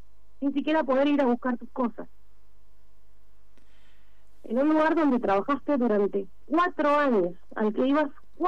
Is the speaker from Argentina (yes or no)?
yes; San Martín, Argentina; Yo en particular soy de San Martín.